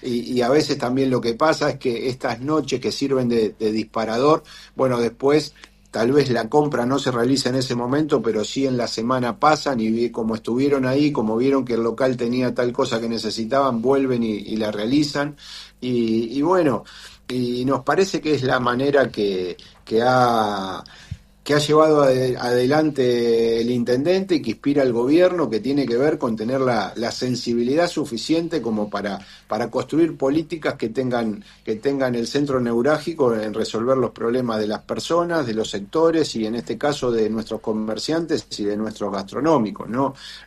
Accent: Argentina; nuestro primer grito de revolución como argentinos

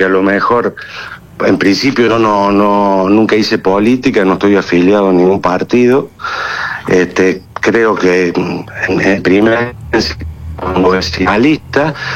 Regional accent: Bell Ville, Córdoba, Argentina; moved away as an adult; now in Sinsacate, Argentina; hace 26 años que estoy viviendo acá en la zona. Yo soy originario del sudeste de Córdoba, de Belville. Soy ingeniero agrónomo y productor agropecuario.

